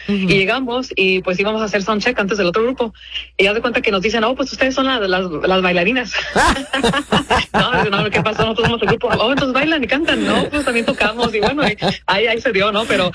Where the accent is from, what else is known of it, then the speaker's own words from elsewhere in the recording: Chihuahua, Mexico; now in Chicago, United States; yo soy de Chihuahua.